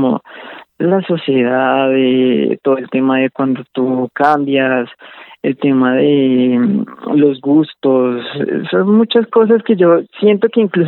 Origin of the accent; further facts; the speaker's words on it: Bogotá, Colombia; born there; Yo nací en Bogotá. Soy del año 94. Tengo 32 años actualmente.